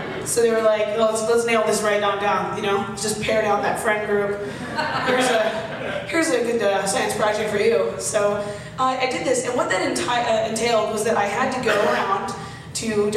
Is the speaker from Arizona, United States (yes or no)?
yes; Arizona, United States; I was raised in Arizona, and it was just like I never dealt with allergies there.